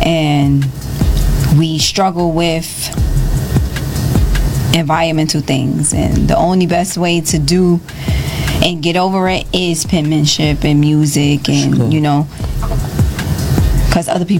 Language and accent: English; Belize; I'm from Belize, so I love all Caribbean music.